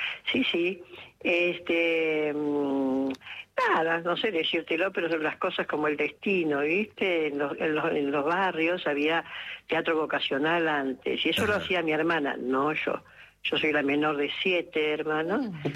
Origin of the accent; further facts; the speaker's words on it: Villa Ballester, Buenos Aires Province, Argentina; born there; Yo nací en Buenos Aires.